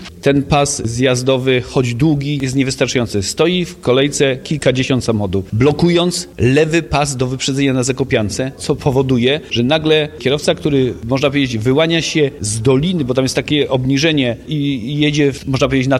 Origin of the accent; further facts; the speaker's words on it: Jawornik, Lesser Poland, Poland; Jawornik to moja rodzinna miejscowość, a sam Jawornik to najbardziej ludna miejscowość w gminie Myślenice, prawie 4000 już mieszkańców.